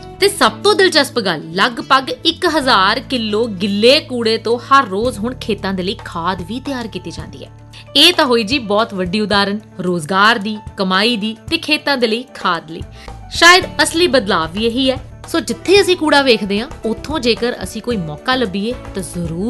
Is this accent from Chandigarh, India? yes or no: no; Punjab, India; ਜਦੋਂ ਅਸੀਂ ਪੰਜਾਬ ਤੋਂ ਹਿਮਾਚਲ ਵੱਲ ਘੁੰਮਣ ਜਾਂਦੇ ਹਾਂ